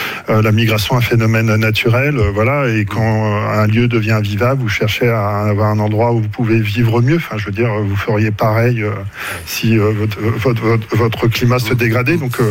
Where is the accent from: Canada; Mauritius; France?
France; Hauts-de-France; now in Grenoble, France; Je suis aussi originaire du Nord, hein, d'ailleurs. Je suis à Grenoble.